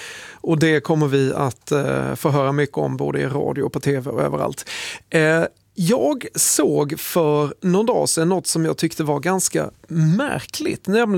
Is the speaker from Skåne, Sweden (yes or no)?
yes; Skåne, Sweden; Och jag som är skåning, som barn så var ju Köpenhamn min huvudstad.